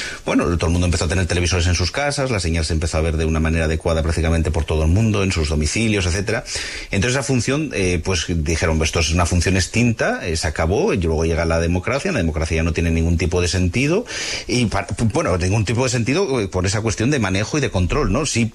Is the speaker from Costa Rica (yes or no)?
no; Spain; Pues así yo siempre comento una cosa, y si me lo permites, que somos españoles, somos latinos